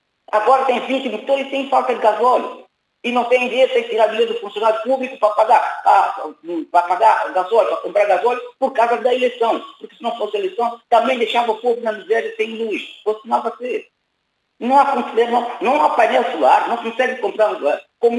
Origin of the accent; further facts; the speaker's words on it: São Tomé & Príncipe; Porque não é um projeto, David, da minha terra, não é um projeto que pudesse aproveitar essa chance que está a dar. Ninguém faz nada.